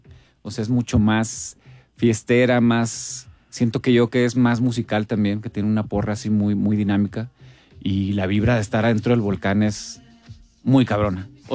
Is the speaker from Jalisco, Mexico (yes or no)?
no; Monterrey, Nuevo León, Mexico; now in San Pedro Garza García, Mexico; Híjole, pues es Monterrey Centro. Crecí entre las Mitras. Y luego ya me hice San Petrino.